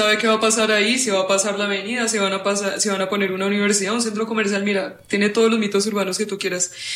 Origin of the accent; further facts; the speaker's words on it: Bogotá, Colombia; Viví toda mi vida en Suba